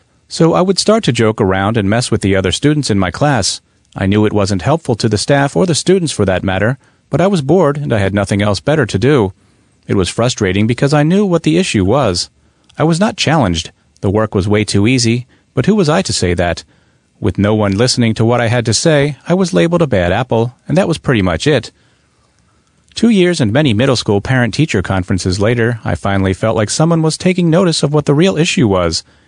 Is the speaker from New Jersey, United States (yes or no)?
yes; Paterson, New Jersey, United States; born there; I was born in Paterson, New Jersey, and at the time I was a healthy little boy.